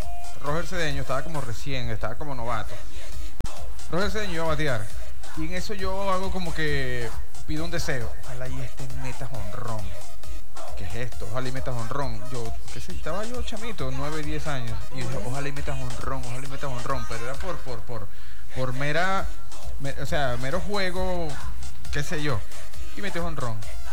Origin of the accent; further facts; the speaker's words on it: Punta de Mata, Monagas, Venezuela; born there; Yo nací en Punta de Mata.